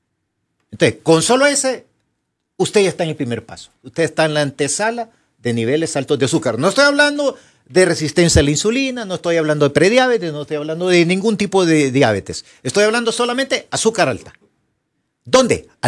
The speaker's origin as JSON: {"language": "Spanish", "country": "Honduras", "said": "somos hondureños"}